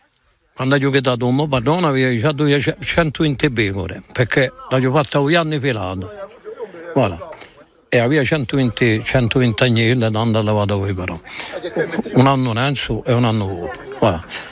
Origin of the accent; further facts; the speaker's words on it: Penta-di-Casinca, Corsica, France; Di Panta di Casinca.